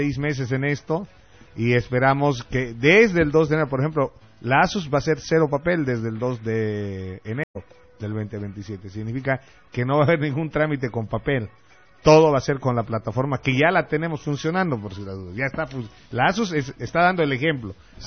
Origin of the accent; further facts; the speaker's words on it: Santa Cruz de la Sierra, Santa Cruz, Bolivia; born there; also born or lived in Sucre; Yo soy nacido en Sucre, pero he salido bachiller acá, he estudiado medicina aquí en Santa Cruz. Soy un cruceño más.